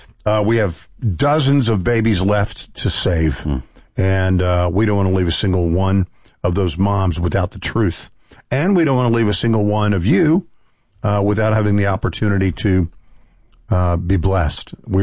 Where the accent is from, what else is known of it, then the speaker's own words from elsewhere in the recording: Texas, United States; Gavin Newsom bought billboard space in my home state of Texas